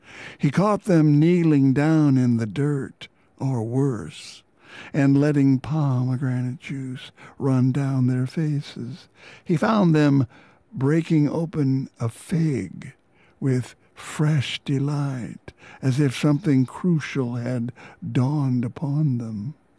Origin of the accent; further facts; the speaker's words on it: Midwest, United States; growing up in the Midwest and going to college and, excuse me, and I went to 17 and a half years of Catholic schooling